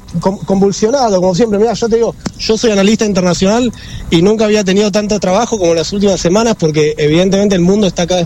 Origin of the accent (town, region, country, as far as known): Argentina